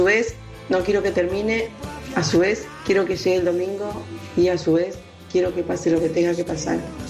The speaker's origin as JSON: {"language": "Spanish", "country": "Argentina", "said": "pero somos argentinos y nos está tocando vivirlo nosotros"}